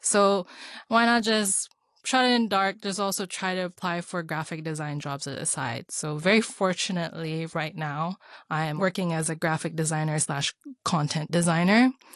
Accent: Philippines; very stereotypically because I am Filipino.

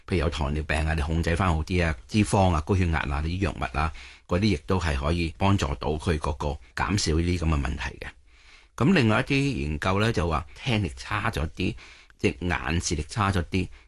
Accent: China; 我哋中国人咧就因为年长病人即系 嗰一代嘅时候咧，打麻雀就会比较多啲嘅

